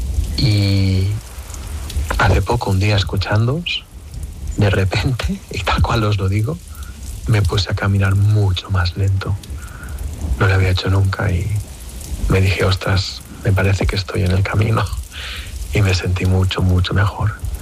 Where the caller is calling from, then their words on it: Barcelona, Catalonia, Spain; de Barcelona.